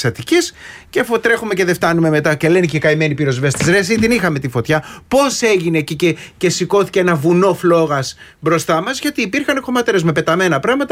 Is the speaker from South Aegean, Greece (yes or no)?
no; Trikorfo, Peloponnese, Greece; Σάκη, σήμερα έχει πανηγύρι στο χωριό μου. Τρίκορφο Μεσσηνίας με μπύρες, σουβλάκια και μπόλικη γουρνοπούλα.